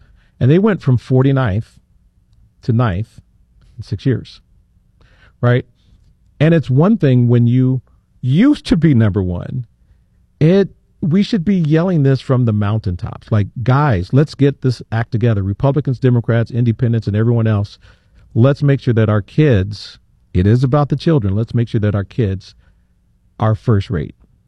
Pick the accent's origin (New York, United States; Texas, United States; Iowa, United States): Iowa, United States; Johnston; In Johnston, my hometown